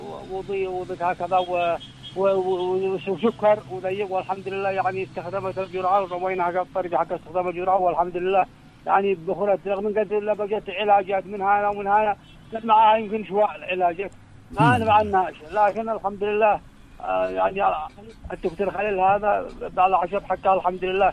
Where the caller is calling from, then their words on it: Sanhan, Sanaa, Yemen; من سنحان بيت الشاطبي